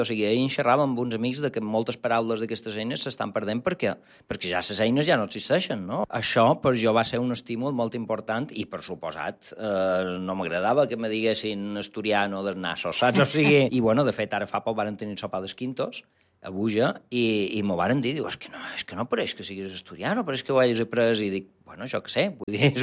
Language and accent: Catalan; Búger, Balearic Islands, Spain; accent: Bujarró (Búger, Mallorcan); Catalan is a second language; Estic molt orgullós del meu accent Bujarró. Sí. Jo vaig arribar a Buja en 13 anys sense saber ni una paraula de mallorquí.